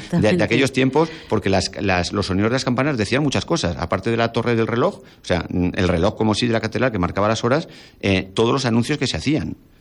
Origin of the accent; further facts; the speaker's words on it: Jaca, Aragon, Spain; Yo soy un niño de Jaca, que siempre se ha criado en torno a la catedral